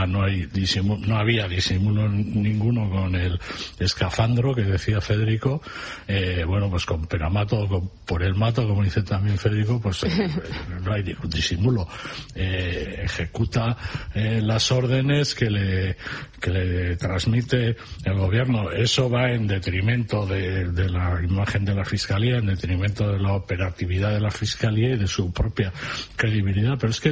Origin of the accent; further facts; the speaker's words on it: Spain; a mí me sale mal porque soy español antes que italiano